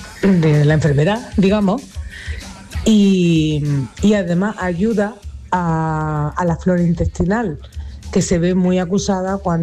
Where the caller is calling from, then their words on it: Almería, Andalusia, Spain; de Almería